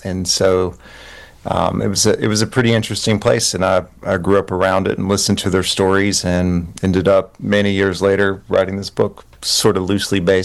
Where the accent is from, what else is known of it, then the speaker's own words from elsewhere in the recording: Kentucky, United States; I grew up in Eastern Kentucky, and my dad was a counselor in a group home.